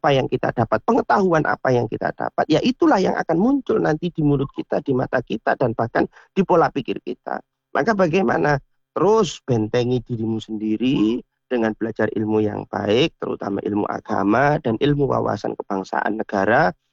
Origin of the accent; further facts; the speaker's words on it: Indonesia; kita ini orang Indonesia, kita bukan orang Arab, kita orang Indonesia, kita bukan orang Chinese, kita orang Indonesia.